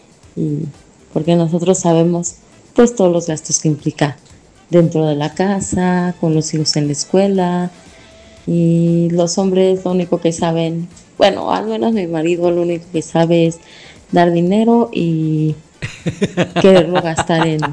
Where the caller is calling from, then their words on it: Temixco, Morelos, Mexico; Te escucho desde Temisco